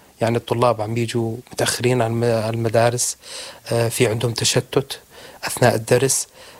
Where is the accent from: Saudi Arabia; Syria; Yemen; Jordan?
Syria; Daraa Governorate; moved away as an adult; now in Berlin, Germany; من سوريا، من محافظة درعا. أنا في ألمانيا من 2015، كنت أعمل في سوريا مدرس لغة عربية